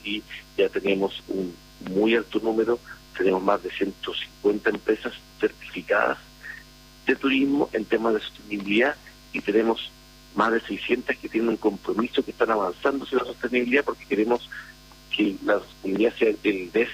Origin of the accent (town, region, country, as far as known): Chile